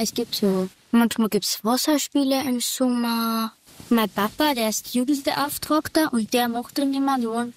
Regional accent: Lavamünd, Carinthia, Austria; ich bin 10 Jahre alt, ich komme aus Lavamünd.

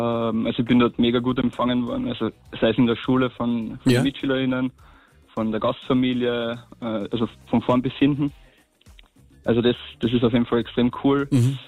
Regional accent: Carinthia, Austria; Ja. Ich bin ein Kärntner, ja.

